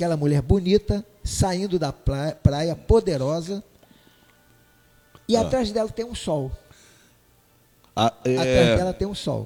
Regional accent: Rio de Janeiro, Brazil; born there; moved away as an adult; now in Búzios, Brazil; Nasci no Rio de Janeiro.

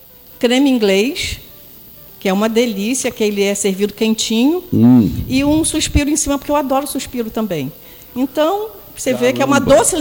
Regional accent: Italva, Rio de Janeiro, Brazil; eu sou de Italva. Uhum. Olha só, eu fiz 70 anos agora.

